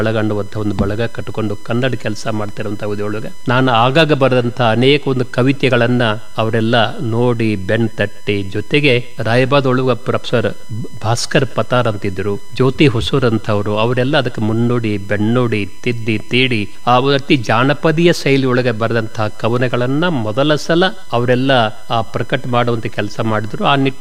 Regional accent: Mutnal, Karnataka, India; also born or lived in Hirebagewadi; now in Belagavi, India; ನಾವು ಪ್ರಾಥಮಿಕ ಶಾಲೆಯೊಳಗೆ ಕಲಿಯುವಾಗಲೂ ಕೂಡ ನಮ್ಮೂರೊಳಗೆ ಮುತ್ನಾಳಂತ ಗ್ರಾಮದೊಳಗೆ

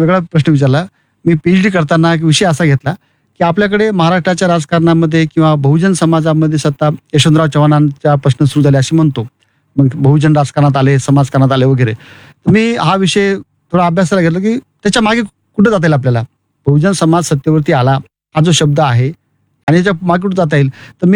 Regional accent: Shendra, Maharashtra, India; मी मूळचा शेंद्रा, जिल्हा परभणी, तालुका परभणी. 1969 आमची सगळी शेती, आमचं गाव, म्हणजे माझ्या आमच्या गावासोबत दुसरे 2 गावं, आमचं गाव शेती सगळी आम्ही कृषी विद्यापीठाला दिलेली आहे

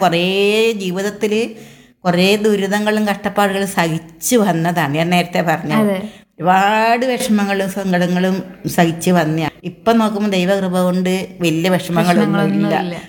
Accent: Pandalam, Kerala, India; now in Kannur, India; ഹരിപ്പാട് എന്റെ സ്വന്തം നാട് പന്തളവന്ന. നമ്മൾ പത്തനംതിട്ട ജില്ലക്കാരാ.

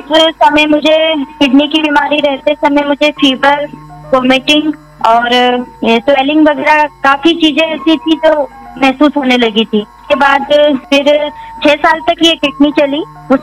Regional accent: Bhopal, Madhya Pradesh, India; मैं भोपाल शहर से हूँ, मैं एक हाउसवाइफ हूँ

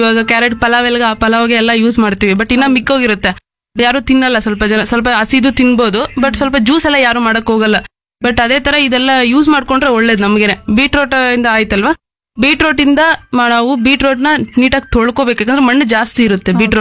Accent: Kolar Gold Fields, Karnataka, India; ನಾನು ಕೆಜಿಎಫ್ ಗ್ರಾಮಾಂತರ ಕಡೆಯಿಂದ ಬಂದಿದ್ದೀನಿ.

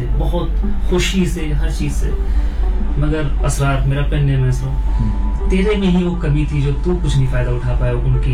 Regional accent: Lucknow, Uttar Pradesh, India; मैं लखनऊ से हूँ तो मेरी उर्दू थोड़ी अच्छी ग्रिप है उर्दू पे, मगर उतनी भी अच्छी नहीं।

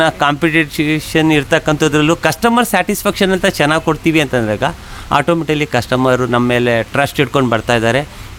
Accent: Shivamogga, Karnataka, India; ನಾವು ಮೂಲತಃ ಉಡುಪಿಯವರು, ಬಟ್ ಹುಟ್ಟಿದ್ದು ಬೆಳೆದಿದ್ದು ಎಲ್ಲ ಶಿವಮೊಗ್ಗದಲ್ಲಿ.

